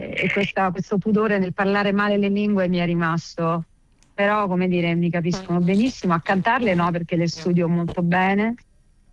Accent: Rome, Lazio, Italy; io sono una randagia, sono della Garbatella e sono veramente una ragazzina con gli artigli

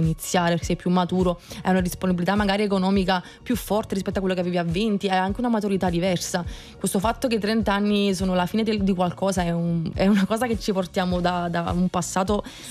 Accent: Naples, Campania, Italy; also born or lived in Bologna; sono solo nata là, a 2 anni e mezzo ero già a Napoli, i miei genitori sono napoletani, non i napoletani, ho solo Napoli nel mio sangue

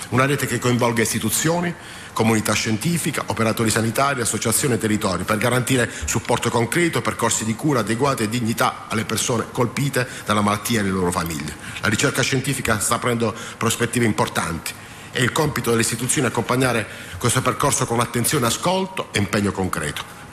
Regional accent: Bari, Apulia, Italy; siamo di Bari

